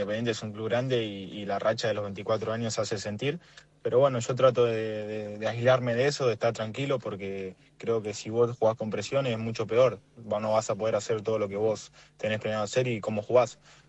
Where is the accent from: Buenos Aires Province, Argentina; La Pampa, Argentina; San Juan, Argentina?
Buenos Aires Province, Argentina; Avellaneda; yo soy de acá, de Avellaneda, y no, se nos complicó a mi familia para poder llevarme.